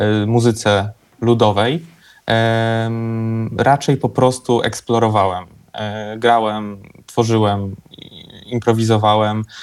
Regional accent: Silesian Voivodeship, Poland; also born or lived in Warsaw; now in Kraków, Poland; Ja nie jestem Krakusem, choć w Krakowie mieszkam przeszło 10 lat, ale z przerwą na Warszawę, gdzie jakoś tak właśnie poczułem potrzebę, żeby wyjechać, zaznać trochę innej energii, ale pochodzę ze Śląska.

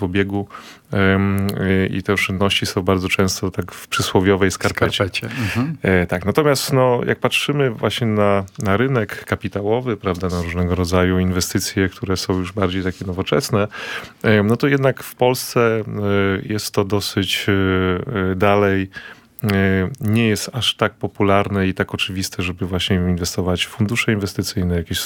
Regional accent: Lower Silesian Voivodeship, Poland; ja pochodzę z Dolnego Śląska, tam wychowywałem się w otoczeniu rodzin górników

